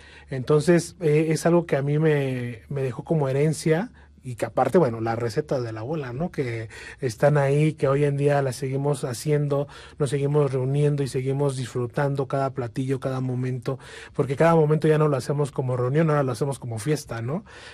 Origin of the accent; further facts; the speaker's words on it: Mexico; Mis padres, mis hermanos, hoy sí creo que somos unos buenos mexicanos que tratamos de hacer lo mejor cada día de a lo que nos dedicamos y nos sentimos orgullosos de ser mexicanos. En cada parte donde vamos, siempre decimos somos mexicanos.